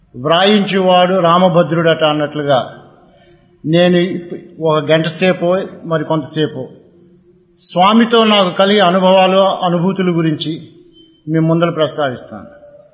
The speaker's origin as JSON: {"language": "Telugu", "town": "Guntur", "region": "Andhra Pradesh", "country": "India", "tie": "born or raised there", "said": "అమ్మా నాన్న ఇద్దరు కూడా శిరిడీబాబా భక్తులు. గుంటూరులో మా ఇంటి నా చిన్నతనంలో మా ఇంటి పక్కన ఓ మామగారు ఉండేవారు."}